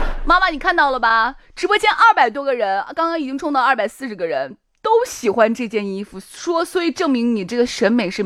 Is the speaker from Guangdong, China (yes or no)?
no; Shaanxi, China; accent: Shaanxi dialect; 我们陕西话就这样